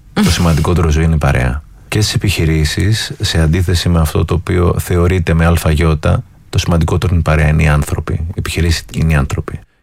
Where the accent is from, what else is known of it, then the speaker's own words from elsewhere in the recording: Greece; Έχουμε ένα πρόβλημα σαν Έλληνες.